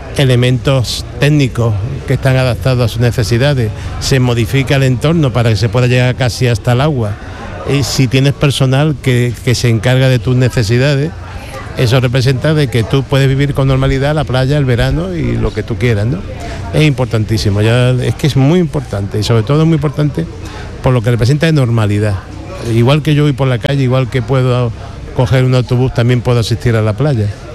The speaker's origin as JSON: {"language": "Spanish", "town": "Málaga", "region": "Andalusia", "country": "Spain", "said": "para los que vivimos y somos malagueños, es un castigo."}